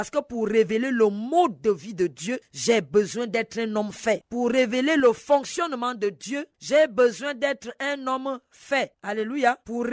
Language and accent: French; Gabon; récurrent au Gabon chez moi? On a eu cela.